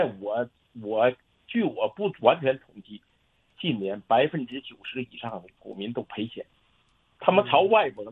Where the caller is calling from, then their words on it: Northeast China, China; 我炒股票30多年了，而且我是东北人